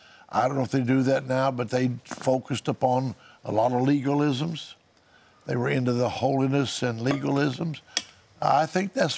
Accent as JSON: {"language": "English", "town": "Bartlesville", "region": "Oklahoma", "country": "United States", "tie": "born or raised there"}